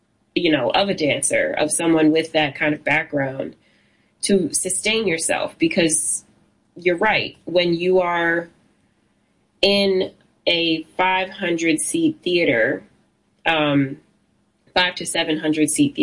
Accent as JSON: {"language": "English", "town": "Baltimore", "region": "Maryland", "country": "United States", "said": "when I first said I was from Baltimore"}